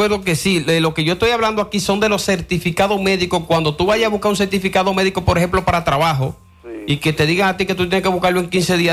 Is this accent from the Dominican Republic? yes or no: yes; Dominican Republic; Que merecemos nosotros como dominicanos.